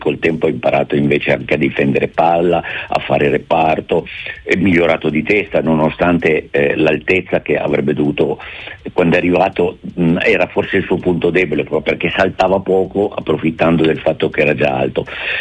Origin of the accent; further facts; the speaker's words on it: Turin, Piedmont, Italy; io sono di Torino